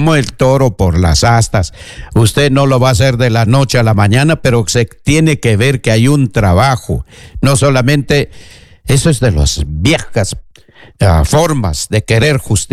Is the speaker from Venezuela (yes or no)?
no; Peru; En el Perú tenemos gente